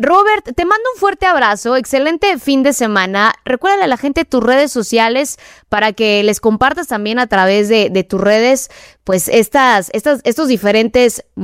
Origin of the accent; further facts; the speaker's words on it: Mexico; Recordarles también que es la tercera vez que nuestro país alberga el evento más grande a nivel global del deporte.